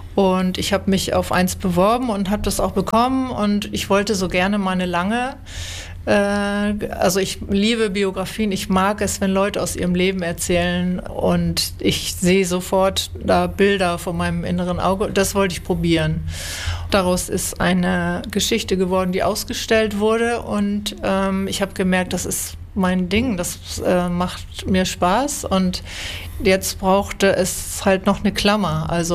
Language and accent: German; Hamburg, Germany; moved away as an adult; now in Bremen, Germany; Ich lebe und arbeite in Bremen. Ich bin zum Studieren hergekommen. Eigentlich komme ich aus Hamburg.